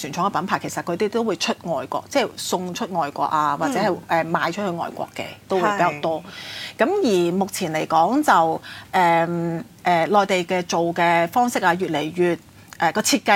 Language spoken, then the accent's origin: Cantonese; Hong Kong; 我哋香港人始終都是講商業行先的